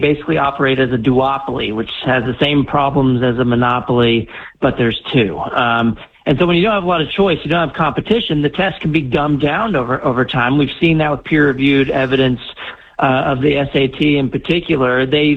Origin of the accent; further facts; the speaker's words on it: Texas, United States; And now in Florida and in my home state of Texas, we followed Florida's lead on this actually.